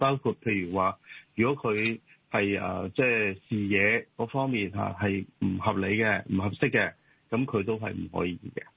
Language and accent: Cantonese; Hong Kong